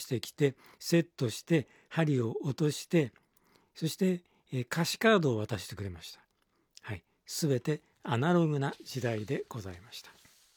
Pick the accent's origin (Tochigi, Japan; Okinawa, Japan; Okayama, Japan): Tochigi, Japan; 船村徹さんってすごい人だと思います。私と同じ栃木県出身であります。